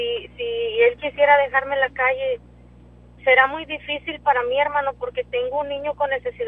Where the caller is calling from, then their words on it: Edinburg, Texas, United States; hablo de aquí de Edimburgo.